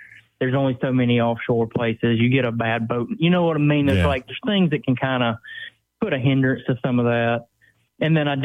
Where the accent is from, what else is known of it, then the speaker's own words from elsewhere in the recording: United States; I grew up on the Tombigbee River